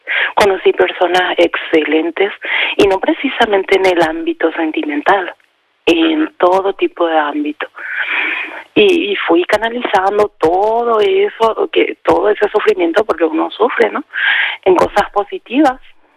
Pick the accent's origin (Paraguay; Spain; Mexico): Paraguay; Soy de Paraguay.